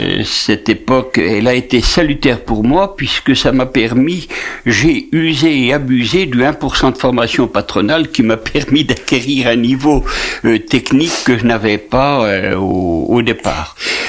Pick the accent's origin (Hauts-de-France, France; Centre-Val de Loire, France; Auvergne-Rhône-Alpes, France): Centre-Val de Loire, France; Bué; Je suis né en 1947, j'allais dire à l'ombre d'un pied de vigne, mais au mois de février, il n'y a pas beaucoup d'ombre, dans un petit village qui s'appelle Bué. Bué, c'est un hameau, c'est un petit, une petite commune du canton de Sancerre.